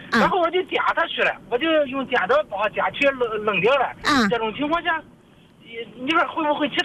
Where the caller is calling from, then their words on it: Zibo, Shandong, China; 我是淄博。